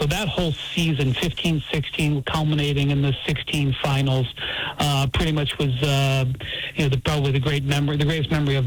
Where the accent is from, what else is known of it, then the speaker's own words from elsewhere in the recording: Ohio, United States; Obviously, I'm from Northeast Ohio